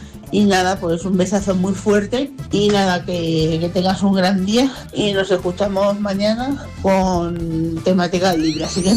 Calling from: Almagro, Castilla-La Mancha, Spain; soy yo de Almagro, Ciudad Real.

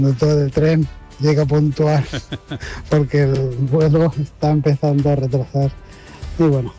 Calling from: Barcelona, Catalonia, Spain; Te llamo de Barcelona

